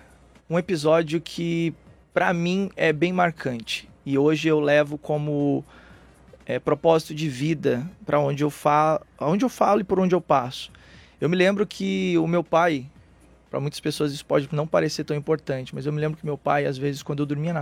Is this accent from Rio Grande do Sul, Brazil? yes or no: yes; Porto Alegre, Rio Grande do Sul, Brazil; born there; minha história começa em 1986, quando eu venho a nascer lá em Porto Alegre.